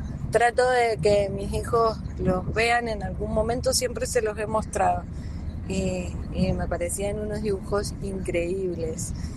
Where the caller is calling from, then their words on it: San Martín, Argentina; de San Martín